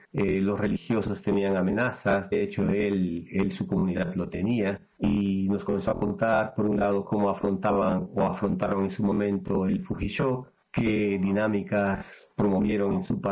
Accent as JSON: {"language": "Spanish", "town": "Iquitos", "region": "Loreto", "country": "Peru", "moved": "yes", "said": "Soy de Iquitos, Perú"}